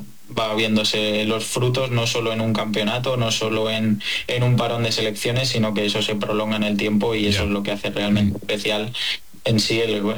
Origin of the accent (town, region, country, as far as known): Spain